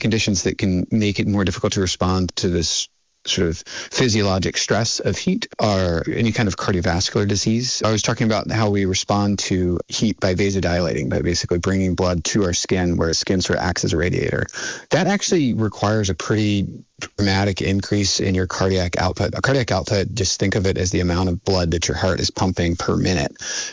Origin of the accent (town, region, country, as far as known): South Carolina, United States; born or raised there